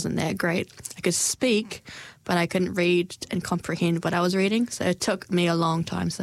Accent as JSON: {"language": "English", "country": "New Zealand", "tie": "born or raised there", "also_born_or_lived": "Myanmar", "accent": "slight Kiwi", "second_language": "English", "lives_now": "Dunedin, New Zealand", "said": "I was born over in Myanmar, but I was raised here in New Zealand, so hence my kind of slight Kiwi accent."}